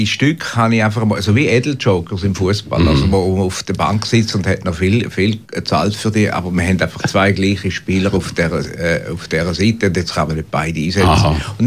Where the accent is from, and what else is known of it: St. Gallen, Switzerland; also born or lived in Basel; now in Delémont, Switzerland